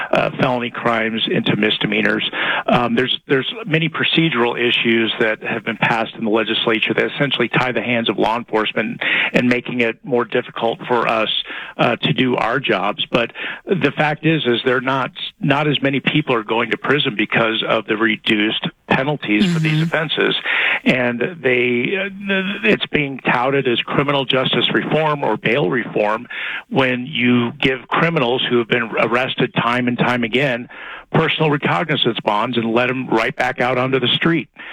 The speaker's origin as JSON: {"language": "English", "region": "Colorado", "country": "United States", "tie": "born or raised there", "said": "I'm a Colorado native. This is not the state that I grew up in."}